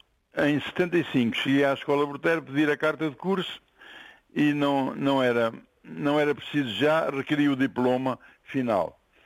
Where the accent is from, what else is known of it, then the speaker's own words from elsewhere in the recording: Beira, Portugal; now in Azores, Portugal; Eu sou um açoriano por adoção e sou beirão porque não posso, tenho que ser. Porque Arganil, Góis, Pampilhosa, são coisas espetaculares a nível de beleza.